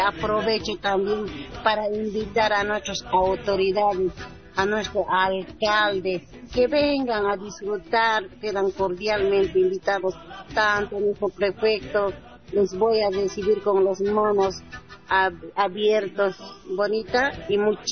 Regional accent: Cochabamba, Bolivia; now in Santa Cruz de la Sierra, Bolivia; nosotros somos el corazón de Bolivia

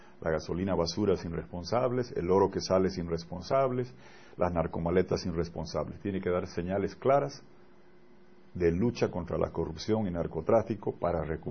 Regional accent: Bolivia; me parece triste como boliviano

